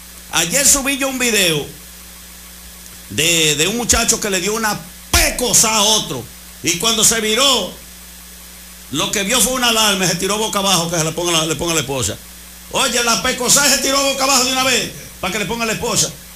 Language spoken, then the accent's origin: Spanish; Gaspar Hernández, Espaillat, Dominican Republic; Yo soy de Blumen Flojo, de allá, de cosas, de Gaspar Hernández